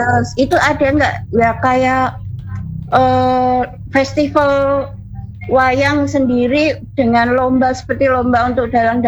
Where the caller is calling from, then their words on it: Surakarta, Central Java, Indonesia; Saya dari Mbak Oma di Surakarta.